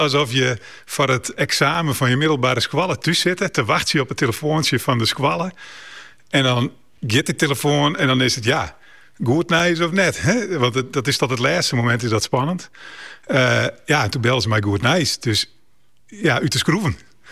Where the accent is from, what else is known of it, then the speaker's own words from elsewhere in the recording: Tietjerk, Friesland, Netherlands; also born or lived in Leeuwarden; now in Wijnjewoude, Netherlands; in Leeuwarden, maar opgegroeid in Tietjerk.